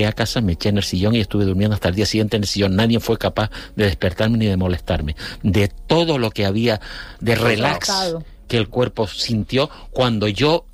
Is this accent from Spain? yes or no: yes; La Orotava, Canary Islands, Spain; Los dos somos de la Orotava.